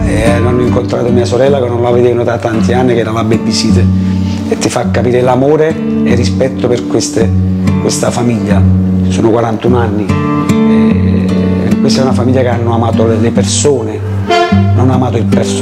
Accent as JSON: {"language": "Italian", "town": "Naples", "region": "Campania", "country": "Italy", "said": "Ma certo, si sentiva napoletano come me"}